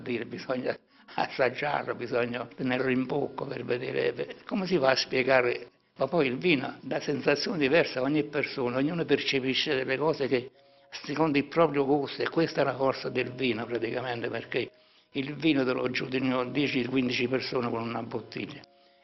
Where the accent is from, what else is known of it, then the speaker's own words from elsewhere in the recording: Taurasi, Campania, Italy; Taurasi è tutto, è la mia vita. Io sono nato qua a Taurasi e sono vissuto qua, sono stato qua, ho fatto tanto per Taurasi